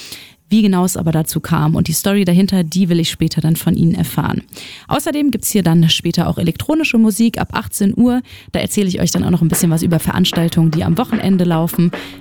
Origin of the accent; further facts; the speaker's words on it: Cologne, North Rhine-Westphalia, Germany; sie kommen eben auch aus meiner Heimatstadt Köln